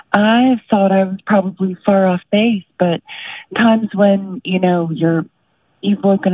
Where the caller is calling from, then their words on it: Danville, Kentucky, United States; I'm calling from Danville, Kentucky.